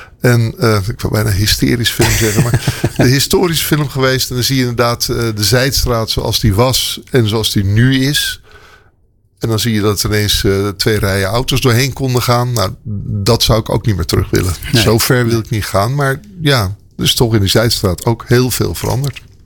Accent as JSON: {"language": "Dutch", "town": "Oegstgeest", "region": "South Holland", "country": "Netherlands", "lives_now": "Aalsmeer, Netherlands", "said": "Nee, ik ben er eentje van Ali en Bert. En dat waren mensen uit Oegstgeest. Preciezer, Bert kwam uit Lisse en Ali kwam uit Sassheim. En ik uit Oegstgeest."}